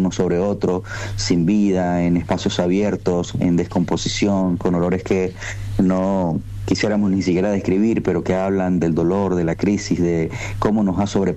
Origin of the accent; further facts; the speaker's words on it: Venezuela; yo soy bastante joven y en toda mi vida no tuve que ver algo así en mi país